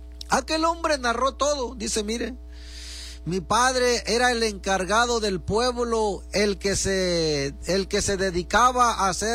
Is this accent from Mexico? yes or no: yes; Mexico; nosotros somos mexicanos, y uno sabe de dónde viene uno, ¿verdad? ¿De qué raíces?